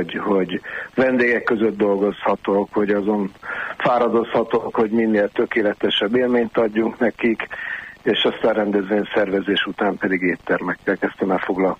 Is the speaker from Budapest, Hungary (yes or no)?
yes; Budapest, Hungary; de a Murisimont körtér mellett nőttem fel